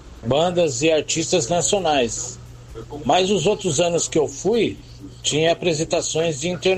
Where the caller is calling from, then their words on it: Itanhaém, São Paulo, Brazil; aqui de Itanhaém.